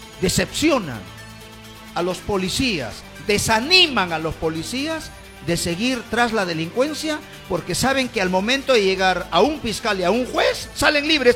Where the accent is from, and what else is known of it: Jaén province, Cajamarca, Peru